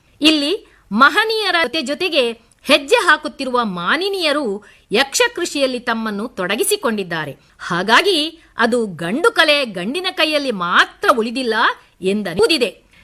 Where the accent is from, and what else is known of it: Karnataka, India